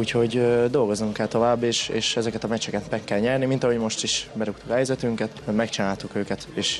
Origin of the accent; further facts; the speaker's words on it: Paks, Tolna, Hungary; now in Debrecen, Hungary; Paksi srác vagyok, szóval én itt is nevelkedtem.